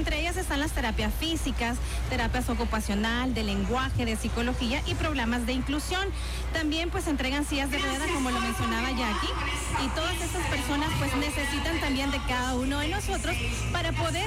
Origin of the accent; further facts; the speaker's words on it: El Salvador; como salvadoreños hemos construido